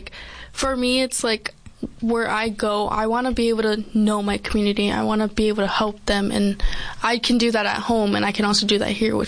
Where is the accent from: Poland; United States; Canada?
United States; Aiea, Hawaii; moved away as an adult; now in Arizona, United States; I was living there my whole entire life, and then wound it up here.